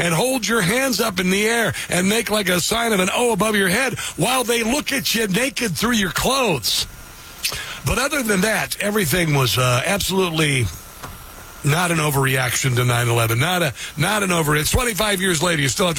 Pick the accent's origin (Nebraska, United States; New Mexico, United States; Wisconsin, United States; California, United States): Nebraska, United States; Omaha; Epley Airfield in my hometown of Omaha, Nebraska. Saw many relatives off in that airport when I was growing up.